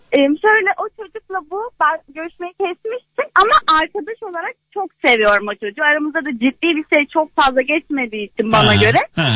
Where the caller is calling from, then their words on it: Ankara, Turkey; Ankara'dan arıyorum.